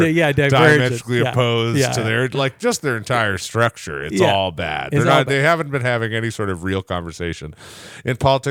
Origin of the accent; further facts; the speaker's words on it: Ottawa, Ontario, Canada; I grew up in Ottawa, so